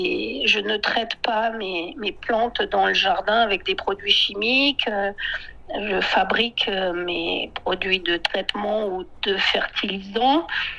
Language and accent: French; France; now in Yunnan, China